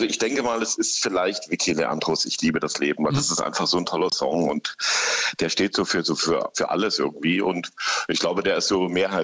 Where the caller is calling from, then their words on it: Leipzig, Saxony, Germany; meine Frau, die ist aus Hamburg und ich bin aus Leipzig und ja, wir haben eine Ost-West-Beziehung